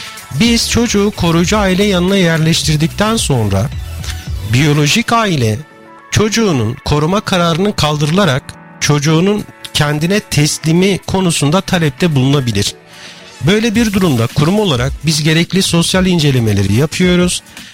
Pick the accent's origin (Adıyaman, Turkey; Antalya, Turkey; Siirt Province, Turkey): Adıyaman, Turkey; Samsat; born there; 1979 Samsat doğumluyum.